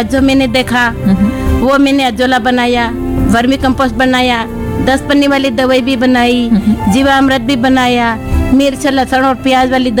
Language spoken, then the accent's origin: Hindi; Amlipada, Rajasthan, India; और मैं गांव अमलीपाड़ा से हूँ, ब्लॉक सज्जनगढ़ से हूँ।